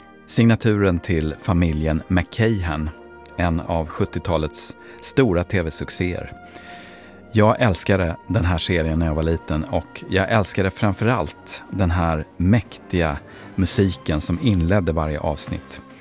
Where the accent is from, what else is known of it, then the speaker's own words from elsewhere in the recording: Ronneby, Blekinge, Sweden; Jag föddes 1968 i Ronneby i Blekinge.